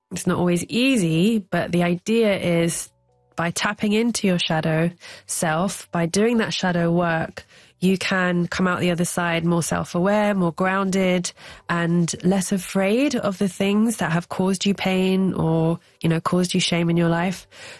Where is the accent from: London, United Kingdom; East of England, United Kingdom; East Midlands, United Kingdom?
London, United Kingdom; Growing up in London as someone of Indian heritage, but completely British as well